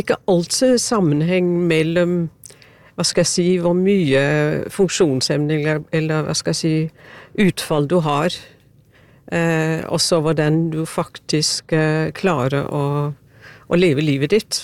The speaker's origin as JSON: {"language": "Norwegian", "country": "Denmark", "second_language": "Norwegian", "lives_now": "Norway", "said": "Jeg opprinnelig fra Danmark og prøver å snakke norsk, men jeg vet, jeg høres ut som en tysker."}